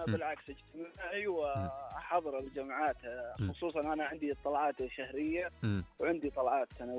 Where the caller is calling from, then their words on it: Saudi Arabia; أكلمك من الربيعية طبعا.